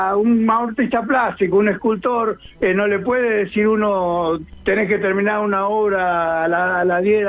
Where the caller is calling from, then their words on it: El Calafate, Santa Cruz, Argentina; soy de Calafate.